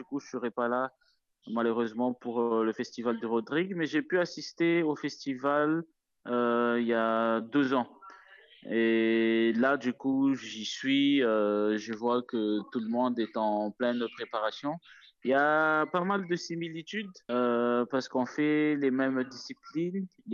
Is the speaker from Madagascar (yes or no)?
yes; Madagascar; je viens de Madagascar